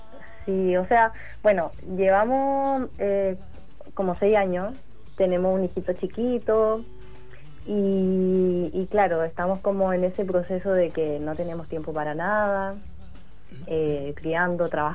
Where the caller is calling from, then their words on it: south, Chile; Sí, soy del sur.